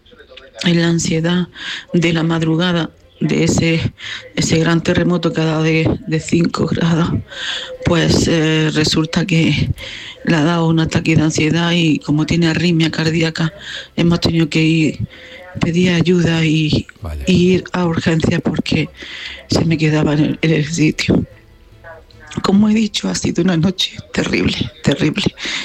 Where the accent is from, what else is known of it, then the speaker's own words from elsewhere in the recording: Granada, Andalusia, Spain; Hola, y bien. Soy de Granada. Pues he de decir que a mis 63 años no he pasado más miedo en mi vida.